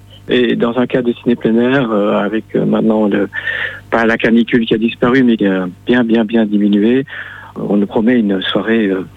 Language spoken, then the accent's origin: French; Wallonia, Belgium; Eh bien, je suis belge moi-même. Hein. Je suis de la région liégeoise.